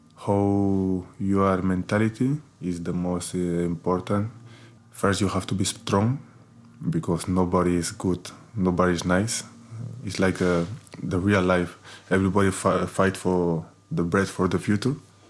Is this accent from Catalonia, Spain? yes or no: yes; Catalonia, Spain; English is a second language; my hometown is in Catalonia. It's like close to Barcelona, like 1 hour to Barcelona.